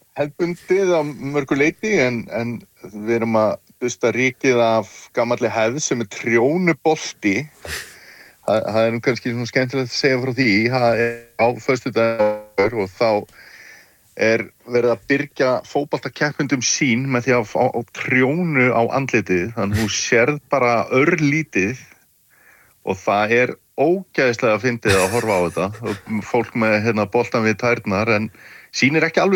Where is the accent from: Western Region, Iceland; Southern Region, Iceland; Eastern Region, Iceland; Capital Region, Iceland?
Eastern Region, Iceland; Fáskrúðsfjörður; hefur maður að alast upp og mikið á Fáskursfjörði að vera að tala um þessa frönsku sjómenn sko